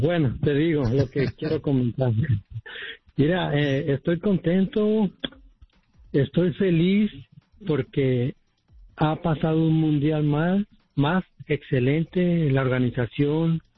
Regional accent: Mexico; como mexicano se los digo

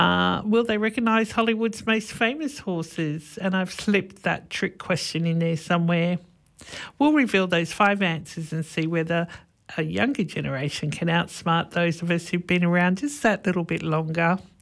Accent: Sydney, New South Wales, Australia; growing up in Western Sydney when much of the area was still acreage

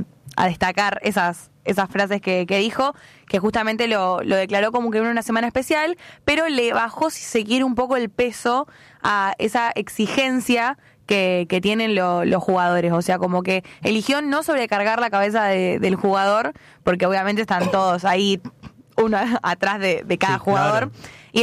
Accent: Rosario, Santa Fe, Argentina

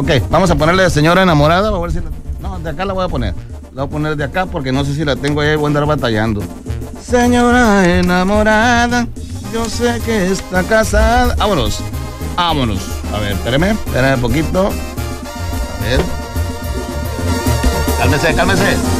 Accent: Mocorito, Sinaloa, Mexico; yo no soy de Culiacán, ¿eh? Está cerquita de Culiacán, a una hora sí, pero yo nací en Perico Mocorito, Sinaloa

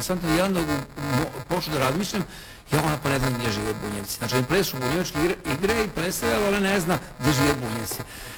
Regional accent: Vojvodina, Serbia; ja sam iz Vojvodine, Sarota Vanko kod Subotice

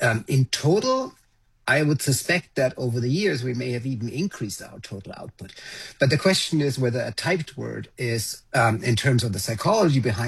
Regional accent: Germany; now in United States; so I'm originally from Germany. I live in the United States, and my family is all over there.

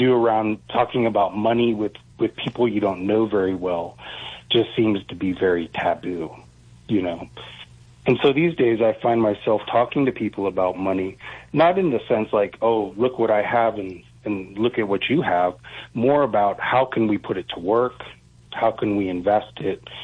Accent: Houston, Texas, United States; moved away as an adult; Originally, I grew up in Houston. I spent the first 18 years of my life in Houston, and, you know, as soon as I could, I got out of there.

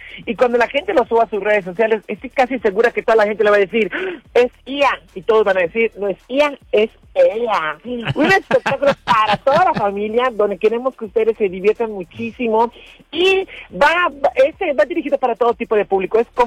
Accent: Yucatán, Mexico; Somos yucatecas, somos yucatecos.

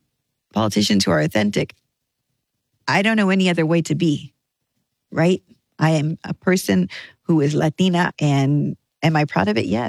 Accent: Texas, United States; So in that sense, I don't see my run as being anything other than I am a Texan.

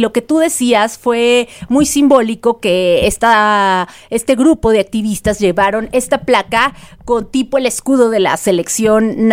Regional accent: Mexico; tenemos esa fuerza como mexicanos

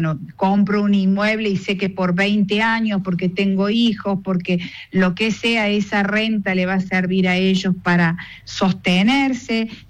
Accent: Argentina; vendría a ser como nosotros aquí en Argentina, una sociedad de responsabilidad limitada.

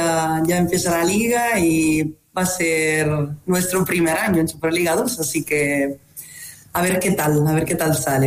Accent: Italy; Spanish is a second language; moved away as an adult; now in A Coruña, Spain; Llevo ya 6 años en A Coruña, 7 en España, soy italiana, evidentemente

